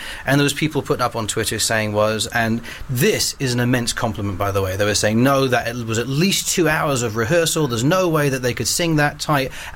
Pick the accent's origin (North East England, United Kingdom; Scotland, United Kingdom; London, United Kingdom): London, United Kingdom; I said, I'm from London.